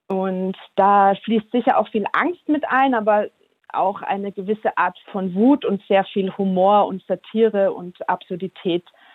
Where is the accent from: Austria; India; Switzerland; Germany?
Austria; Vienna; Also als Wienerin kann ich das wirklich sagen